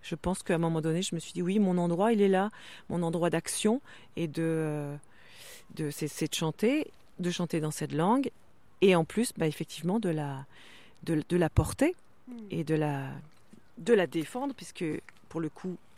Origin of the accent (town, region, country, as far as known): Brittany, France; first language Breton; French is a second language